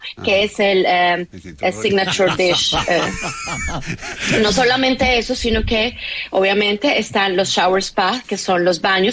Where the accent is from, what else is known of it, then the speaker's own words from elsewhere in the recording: Colombia; por ser colombiana y bella